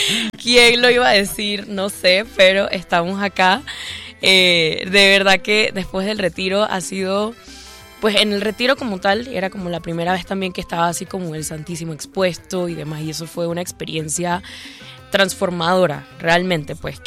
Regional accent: Panama; yo soy de Panamá, nací y criada en Panamá, tengo 26 años, vengo de una familia, pues, siempre católica al 100%

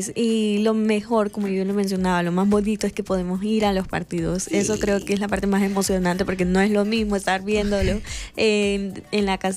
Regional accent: El Salvador; podemos apoyar a la afición como buenos salvadoreños

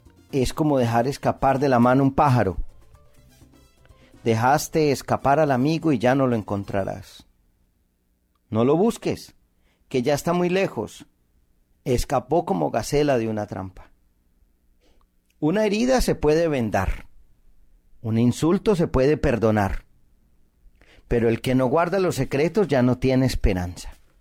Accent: Colombia; Inclusive, en mi país, Colombia, hay un programa hecho por unos hombres

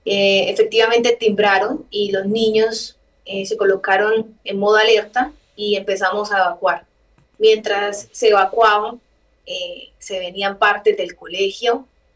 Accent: Santander, Colombia; now in Cali, Colombia; somos santandereanos y actualmente vivimos en la ciudad de Cali, Valle del Cauca.

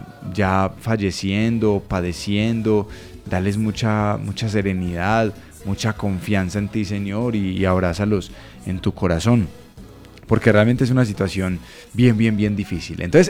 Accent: Colombia; nosotros como colombianos

